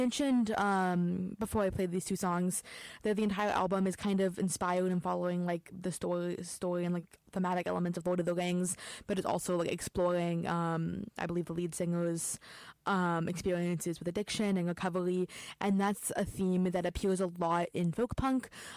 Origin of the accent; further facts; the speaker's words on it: Santa Cruz, California, United States; my hometown in California, Santa Cruz